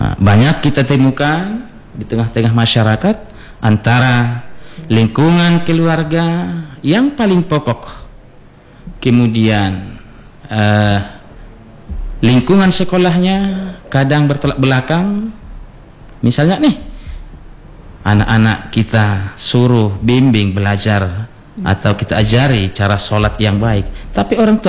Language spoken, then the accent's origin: Indonesian; Indonesia